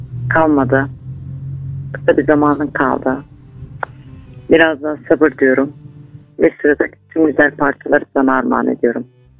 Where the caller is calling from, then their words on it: Alaçam, Samsun, Turkey; Alaçam'dan arıyorum ben.